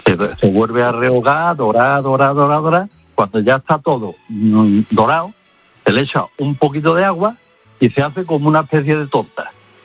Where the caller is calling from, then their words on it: Morón de la Frontera, Andalusia, Spain; yo soy paisano de Naranjo, soy de Morón de la Frontera